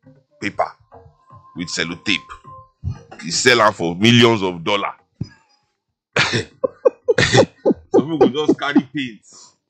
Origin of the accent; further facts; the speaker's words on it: Nigeria; Our essence as Nigerian people comes through, regardless of anywhere we put us.